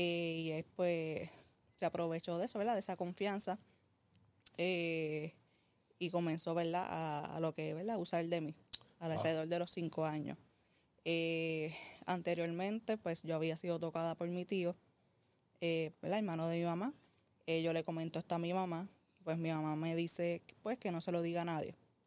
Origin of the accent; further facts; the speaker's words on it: San Juan, Puerto Rico; born there; also born or lived in Juncos, Puerto Rico; Ya a los 3 años, ¿verdad? Fue que yo comencé a vivir en Monte Atillo.